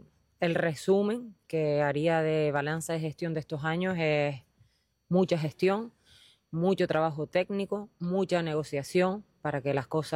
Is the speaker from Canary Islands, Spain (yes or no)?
yes; Lajares, Canary Islands, Spain